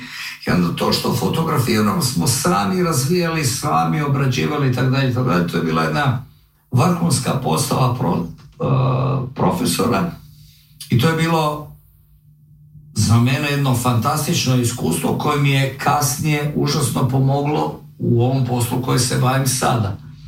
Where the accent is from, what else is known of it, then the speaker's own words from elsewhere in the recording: Zagreb, City of Zagreb, Croatia; born there; also born or lived in Molve, Podravina / Pula, Istria; kao mali sam odrastao u Zagrebu